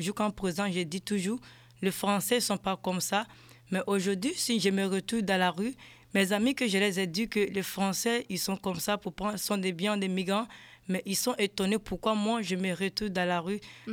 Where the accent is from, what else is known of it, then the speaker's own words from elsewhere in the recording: Côte d’Ivoire; moved away as an adult; now in France; Je suis ivoirien, 100%. Mm-hmm. Donc, je viens de Côte d'Ivoire. Je suis arrivée en France ici en 2023. 2023, je suis passée en Italie pour venir en France ici.